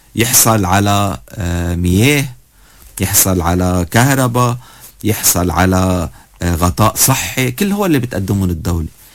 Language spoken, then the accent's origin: Arabic; Lebanon